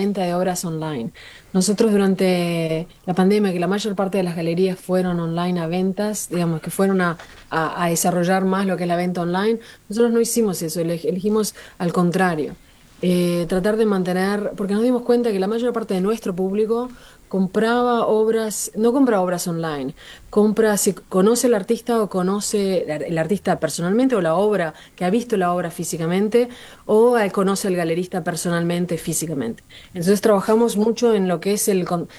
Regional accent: Uruguay; moved away as an adult; also born or lived in Punta del Este / La Paloma; now in abroad; yo hace muchos años que vivo en el exterior, soy uruguaya, crecí entre Montevideo, Punta del Este y La Paloma, así que también conozco el público de Punta del Este bastante

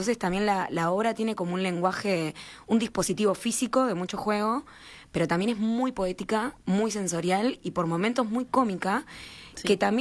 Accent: Uruguay; a veces a nosotros como uruguayos, uruguayas, nos cuesta comprenderlo más, porque quizás siento que en Uruguay, o es mi percepción, es más fácil identificar a veces los bloques

